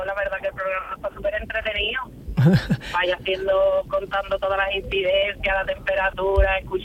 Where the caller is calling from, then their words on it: Jerez de la Frontera, Andalusia, Spain; unos 30 y muchos. De Jerez a Puerto Real